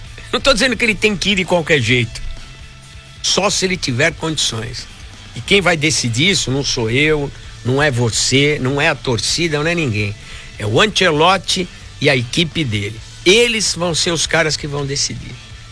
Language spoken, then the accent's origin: Portuguese; São Paulo, Brazil; Meu time, meu bairro. Cresci na Moca. Sou da Moca, não moro hoje mais no bairro.